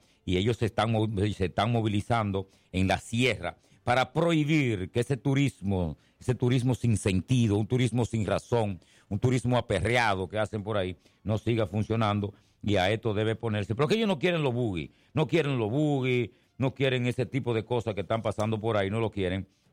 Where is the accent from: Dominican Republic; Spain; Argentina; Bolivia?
Dominican Republic; para que nosotros los dominicanos podamos recibir